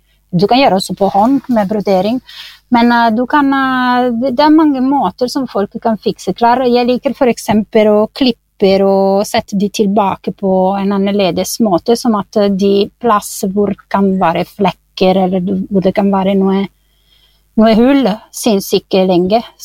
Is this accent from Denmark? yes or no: no; Italy; Norwegian is a second language; now in Norway; Jeg begynte sånn når jeg kommer fra Italia så jeg begynte sånn med mine venninner og så beholdet den tradisjonen her med mine nye venninner her I Norge